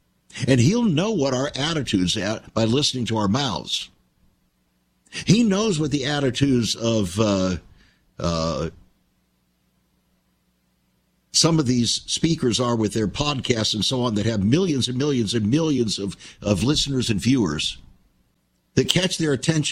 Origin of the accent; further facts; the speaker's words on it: United States; Now, I'm an American. I love America. I'm a patriot.